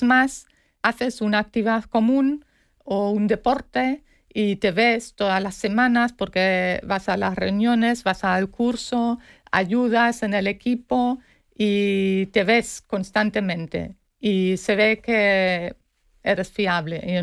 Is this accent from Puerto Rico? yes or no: no; Germany; Spanish is a second language; moved away; also born or lived in Spain; Es mi reflejo alemán de escuchar las cosas tal como son.